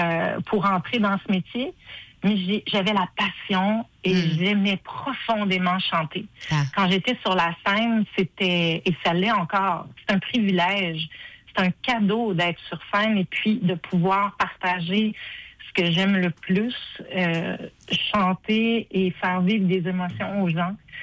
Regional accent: Quebec, Canada; moi, je suis toujours restée dans mon patelin sur la rive sud de Québec.

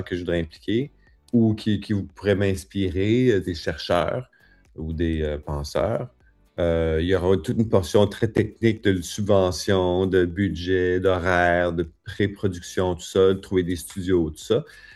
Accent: Saskatchewan, Canada; Puis moi, j'ai grandi dans Saskatchewan, dans une province où il n'y avait pas vraiment un milieu

